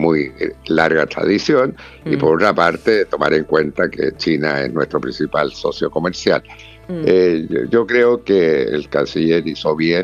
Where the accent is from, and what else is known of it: Chile